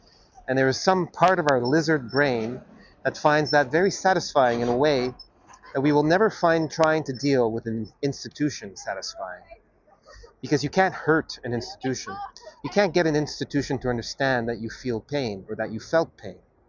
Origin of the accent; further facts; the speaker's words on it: Canada; No, I just like the reference to Stephen Harper. I'm Canadian.